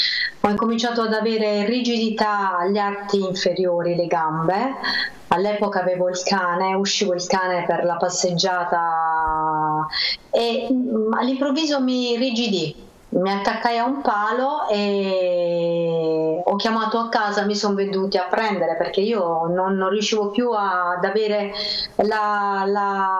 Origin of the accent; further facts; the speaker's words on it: Apulia, Italy; essendo pugliese